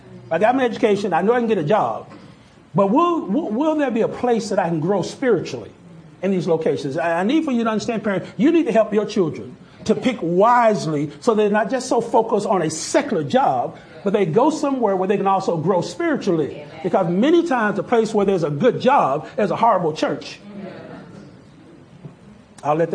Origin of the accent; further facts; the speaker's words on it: Mississippi, United States; also born or lived in Houston, United States / Oklahoma City, United States; I think growing up in Mississippi, it may have snowed once that I can remember in my growing up years, in 20 years. Now, of course, we moved to Houston, moved to Oklahoma City.